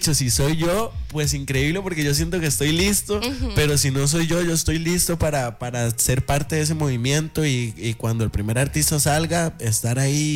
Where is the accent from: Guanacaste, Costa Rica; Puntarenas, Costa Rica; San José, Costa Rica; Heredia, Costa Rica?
Puntarenas, Costa Rica; Cóbano; Yo soy, bueno, Santa Teresa, yo soy de Cóbano. Cóbano es, pues, como a 15 minutos, 10 minutos de Santa Teresa. Pero es una zona de campo, entonces, man, es loco porque yo crecí en la playa, yo soy de costa, pero a la misma vez de campo.